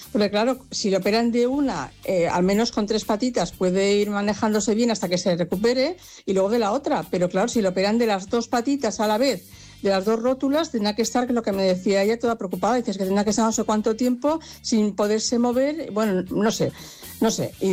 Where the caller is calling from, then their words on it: Cornellà, Catalonia, Spain; aquí de Cornellá.